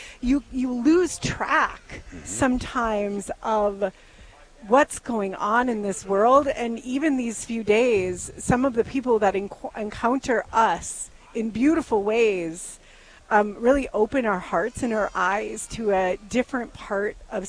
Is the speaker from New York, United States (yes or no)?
no; North Dakota, United States; now in Fargo, United States; I was born and raised in North Dakota, central North Dakota, but I lived in Fargo for over 30 years now.